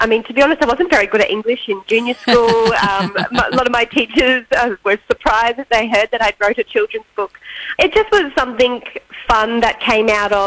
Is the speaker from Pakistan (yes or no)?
no; Lady Elliot Island, Queensland, Australia; my childhood growing up on Lady Elliot Island